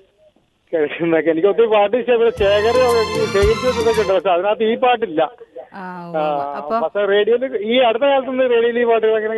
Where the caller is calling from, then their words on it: Kerala, India; അടുത്ത് തന്നെ കല്ലാർകുട്ടിക്ക് അടുത്ത സ്ഥലമാണ്.